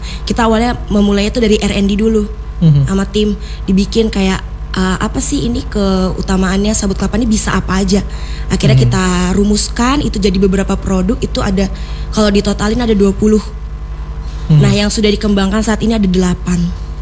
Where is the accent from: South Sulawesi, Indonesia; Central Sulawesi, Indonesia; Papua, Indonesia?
South Sulawesi, Indonesia; Makassar; Terus kalau aku dari Makassar, asli Makassar.